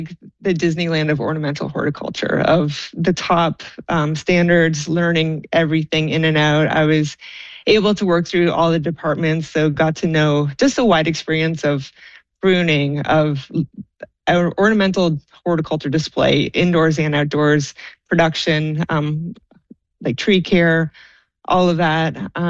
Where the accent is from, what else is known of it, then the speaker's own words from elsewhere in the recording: Chepstow, Ontario, Canada; moved away as an adult; Yeah, I'm actually from Canada in a very rural town of 200 people called Chepstow, Ontario, up by Lake Huron.